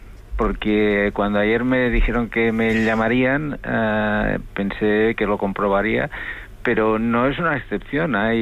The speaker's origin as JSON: {"language": "Spanish", "town": "Manresa", "region": "Catalonia", "country": "Spain", "tie": "born or raised there", "said": "yo soy originario de Manresa, que está relativamente cerca de Montserrat"}